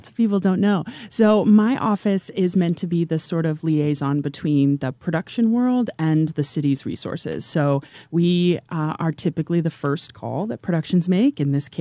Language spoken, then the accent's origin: English; Kansas City, Missouri, United States; And, you know, we're from Kansas City, so we know when someone says something wants to film in Kansas